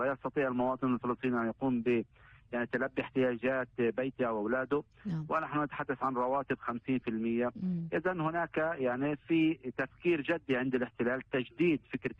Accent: Palestine; منا كفلسطينيين

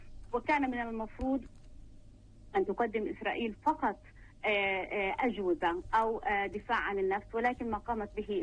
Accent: Palestine; now in South Africa

